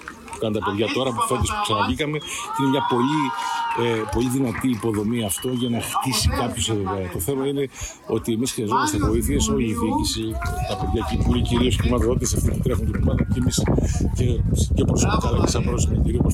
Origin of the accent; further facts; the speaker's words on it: Komotini, Eastern Macedonia and Thrace, Greece; αυτή η πόλη μου, εδώ μεγάλωσε, εδώ γεννήθηκε, εδώ έπαιξα μπάλα